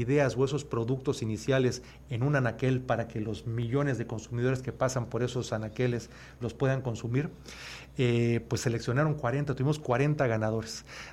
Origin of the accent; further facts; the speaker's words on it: Campeche, Mexico; born there; todos nos sentimos orgullosos de ser campechanos. Es un orgullo para los que nacimos en Campeche ser campechanos